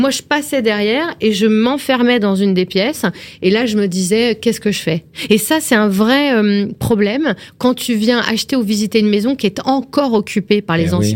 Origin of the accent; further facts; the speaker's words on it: Dieppe, Normandy, France; born there; je suis née à Dieppe